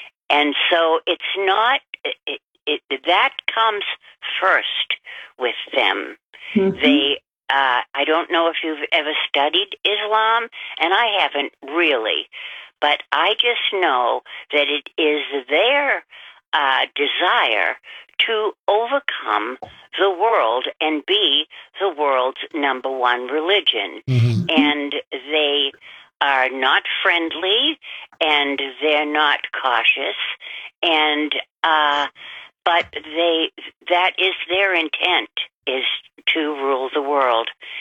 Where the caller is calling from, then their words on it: Largo, United States; I'm calling from Largo.